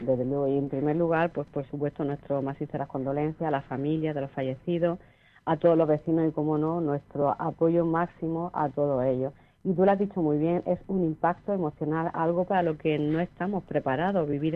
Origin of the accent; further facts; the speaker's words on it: Vélez-Rubio, Andalusia, Spain; yo soy de Belerrubio, relativamente cerca.